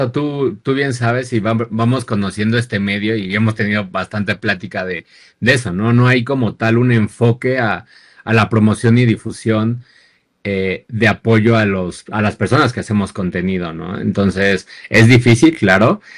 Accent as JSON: {"language": "Spanish", "country": "Mexico", "said": "Yo vengo de una familia que no tenía la cultura del vino, tal vez como todo mexicano, ¿no?"}